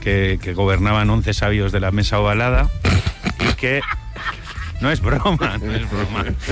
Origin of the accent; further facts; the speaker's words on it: Basque Country, Spain; No sé si se escribe con B-E-H-A-I-N-I, porque yo soy vasco